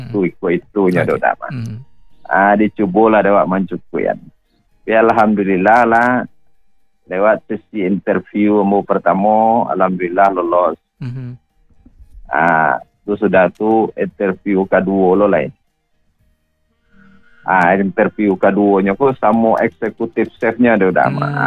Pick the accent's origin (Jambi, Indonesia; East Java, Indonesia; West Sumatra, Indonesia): West Sumatra, Indonesia; ayah saya orang Purwokerto, Jawa Tengah.